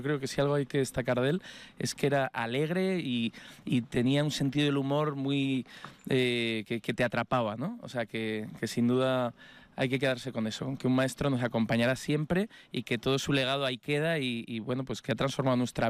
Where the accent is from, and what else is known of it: Spain